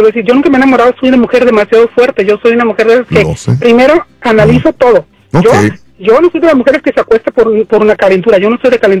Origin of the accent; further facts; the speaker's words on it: Honduras; ustedes no sé si son mexicanos o de dónde sean ustedes, pero yo soy hondureño.